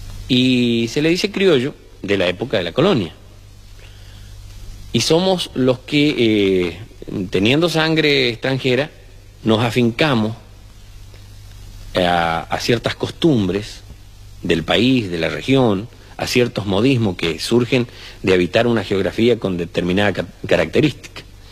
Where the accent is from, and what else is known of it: Argentina